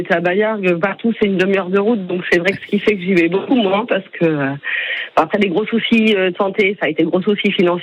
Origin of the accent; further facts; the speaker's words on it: Normandy, France; born there; now in Mediterranean coast, France; je suis née en Normandie, je resterai normande, même si on est venu chercher le soleil.